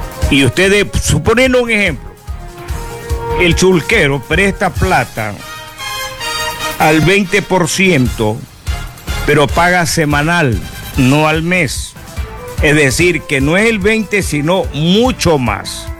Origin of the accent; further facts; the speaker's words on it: Ecuador; los ecuatorianos